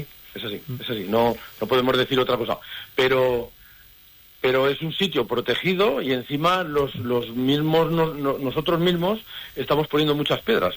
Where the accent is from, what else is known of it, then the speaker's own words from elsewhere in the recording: Teruel, Aragon, Spain; yo también soy de la provincia de Teruel, yo soy de Teruel, ¿eh?